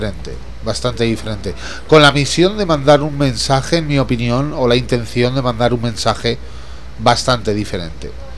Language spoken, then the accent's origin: Spanish; Navarre, Spain; Sí, la Supercopa yo la veía siempre en mi pueblo, en Navarra, y disfrutaba porque a veces la jugaba el Zaragoza y a veces la ganaba.